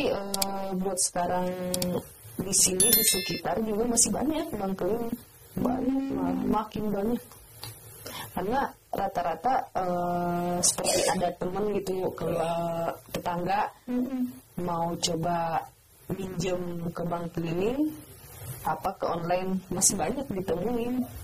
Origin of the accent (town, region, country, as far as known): North Sumatra, Indonesia; born or raised there